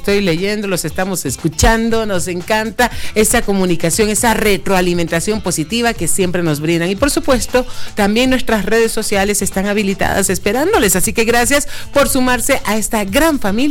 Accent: Manabí, Ecuador; Cuéntenos cómo está el clima por allá, en mi tierra hermosa, en mis sueños, en Manaví

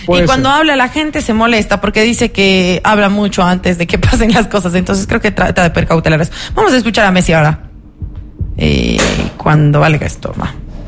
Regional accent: Ecuador; somos ecuatorianos

